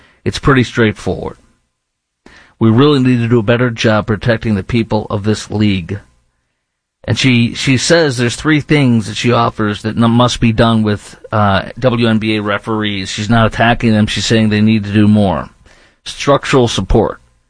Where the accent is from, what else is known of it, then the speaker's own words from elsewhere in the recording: Chicago, Illinois, United States; now in Dallas-Fort Worth, United States; where I'm sitting in Dallas-Fort Worth, obviously my hometown is Chicago, whenever I go there